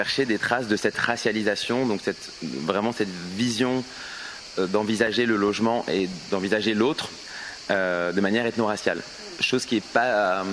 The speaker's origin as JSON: {"language": "French", "region": "Île-de-France", "country": "France", "tie": "born there", "said": "où est-ce qu'on a vécu depuis l'arrivée de mon grand-père en métropole. Et ils ont tellement été déplacés de cité de transit en cité plus ou moins pérenne, etc., dans le même territoire du 93, la Seine-Saint-Denis"}